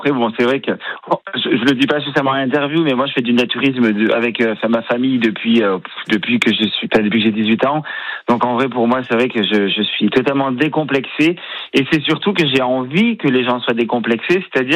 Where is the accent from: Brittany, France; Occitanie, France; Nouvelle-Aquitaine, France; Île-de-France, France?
Occitanie, France; also born or lived in Cantal; Alors moi je viens pas très loin. Moi je suis de Lozère. Je suis né dans le Cantal. On fait partie voilà du Massif Central.